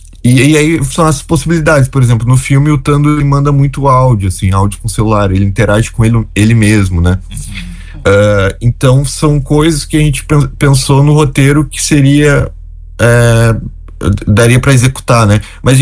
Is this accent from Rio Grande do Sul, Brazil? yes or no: yes; Rio Grande, Rio Grande do Sul, Brazil; E eu, que sou de Rio Grande